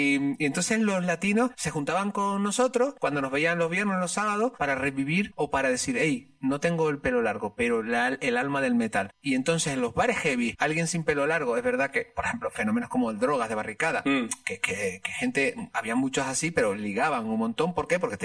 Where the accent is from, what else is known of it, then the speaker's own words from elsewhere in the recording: La Palma, Canary Islands, Spain; en La Palma, desde donde yo soy, eran latinos heavy.